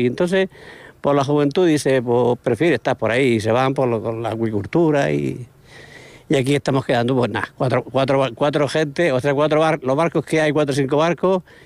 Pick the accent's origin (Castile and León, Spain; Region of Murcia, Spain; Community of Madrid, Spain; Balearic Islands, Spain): Region of Murcia, Spain; Mazarrón; moved away as an adult; now in Cartagena, Spain; Yo soy de Mazarrón.